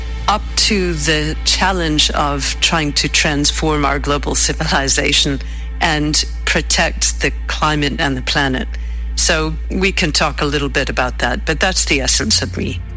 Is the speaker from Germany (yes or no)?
no; New England, United States; moved away as an adult; also born or lived in Canada / Southern Africa / Namibia; growing up in New England, I was interested in nature and the idea that the world could be better and that we needed to help make it better. From early on, I went off to university in Canada